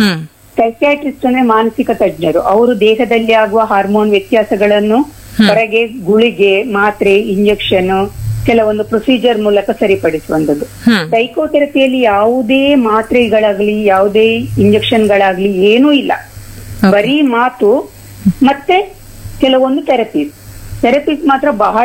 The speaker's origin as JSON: {"language": "Kannada", "town": "Mangaluru", "region": "Karnataka", "country": "India", "moved": "as an adult", "lives_now": "Saligrama (Sasthana), India", "said": "ನಾನು ಮಂಗಳೂರು ಬದಿಯವಳು, ಮದುವೆ ಆಗಿ ಸಾಸ್ತಾನ ಊರಿಗೆ ಬಂದೆ, 30 ವರ್ಷ ಆಯ್ತು."}